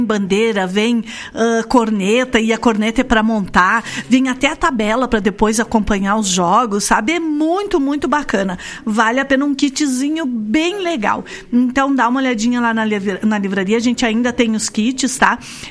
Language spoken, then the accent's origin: Portuguese; Brazil; A gente é brasileiro